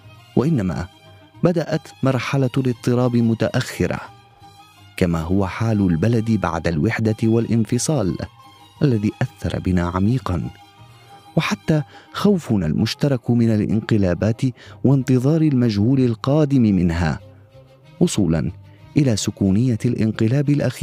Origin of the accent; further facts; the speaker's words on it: Damascus, Damascus Governorate, Syria; born there; ولدت في مدينة دمشق مصادفة، وربما كان يمكن لأسرتي أن تكون من حيفا أو أنطاكيا أو حلب أو بيروت، لكنني ولدت في دمشق في مصادفة قدرية